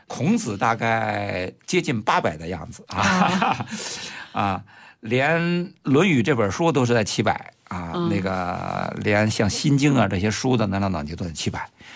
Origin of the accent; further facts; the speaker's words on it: China; 我们中国人说的风水